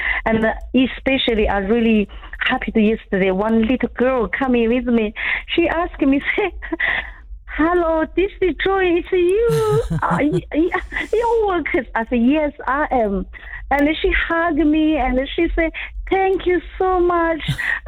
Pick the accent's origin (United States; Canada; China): China; northern China; I'm from North China, grown up in a huge grassland, and grown up like a horseback.